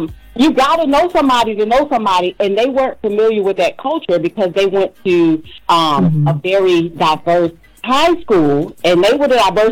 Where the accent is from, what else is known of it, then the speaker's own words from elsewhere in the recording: Atlanta, Georgia, United States; now in Yorktown, United States; I grew up in Atlanta, and I went to the public schools in Atlanta.